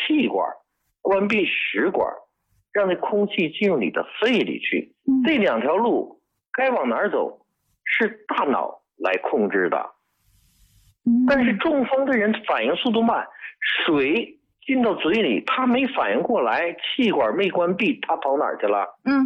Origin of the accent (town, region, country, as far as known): China